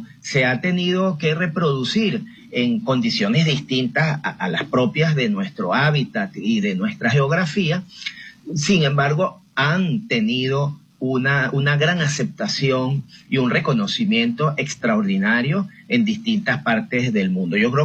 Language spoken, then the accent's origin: Spanish; Venezuela; Ellas construyen las raíces que nos permiten a nosotros identificarnos como venezolanos dentro y fuera del mundo, ¿ok?